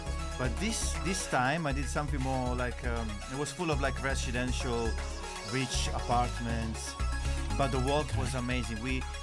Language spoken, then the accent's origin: English; Apulia, Italy; moved away; I grew up in front of the sea. I'm from Puglia, from me. I lived in front of the sea.